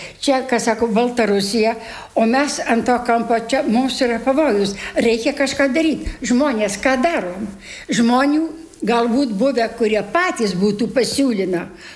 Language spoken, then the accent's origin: Lithuanian; Lazdijai, Alytus County, Lithuania; moved away as an adult; now in Šiauliai, Lithuania; iš Lazdijų, iš Dzūkijos. Labai didžiuojuosi, kad aš iš Dzūkijos. Visai čia pat Lenkijos siena ir Baltarusijos siena. Tokiam kampelėje gyvenam. Gimus augus Lazdijuose.